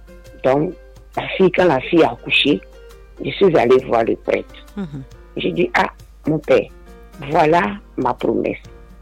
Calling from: Abidjan, Côte d’Ivoire; Je vous appelle de Niangon

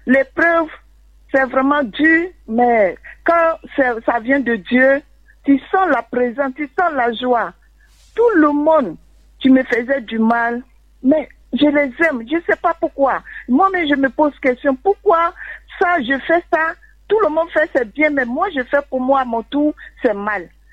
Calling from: Abidjan, Côte d’Ivoire; J'appelle de Abobo.

